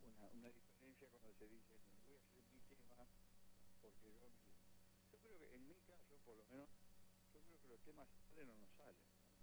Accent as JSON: {"language": "Spanish", "town": "Villa Diamante", "region": "Buenos Aires Province", "country": "Argentina", "tie": "born there", "also_born_or_lived": "Monte Grande", "said": "yo soy una consecuencia de lo que he escuchado de chico acá. Por ejemplo, yo nací en Montegrande, me crié en Villa Diamante, volví a Montegrande"}